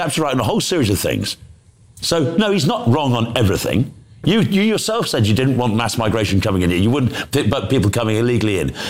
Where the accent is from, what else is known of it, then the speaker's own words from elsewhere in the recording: United Kingdom; Because as British people, we do not routinely have armed police, and we quite like it, thank you very much.